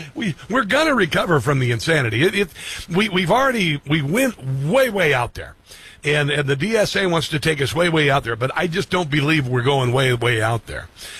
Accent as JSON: {"language": "English", "region": "Midwest", "country": "United States", "said": "I know this because I'm from the Midwest, the heartland. I've actually helped harvest. I've shelled corn."}